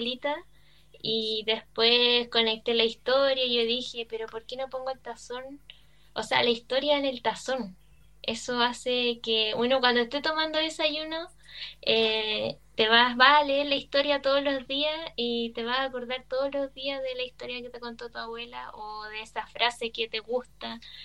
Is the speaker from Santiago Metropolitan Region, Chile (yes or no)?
yes; Santiago, Santiago Metropolitan Region, Chile; yo soy oriunda de Santiago y viví allá harto tiempo, después me devolví